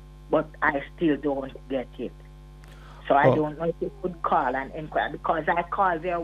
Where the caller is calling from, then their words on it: Old Harbour, Saint Catherine, Jamaica; I'm calling from Old Arbor.